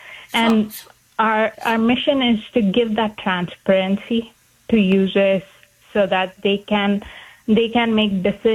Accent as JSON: {"language": "English", "country": "India", "tie": "born or raised there", "moved": "yes", "lives_now": "United States", "said": "me and my co-founder Nidhi both grew up in India"}